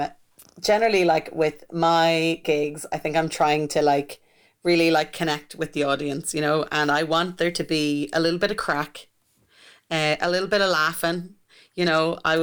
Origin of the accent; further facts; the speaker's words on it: Carrickmacross, County Monaghan, Ireland; So I grew up in Carrickmacross, County Monaghan, just south of the border in Ireland.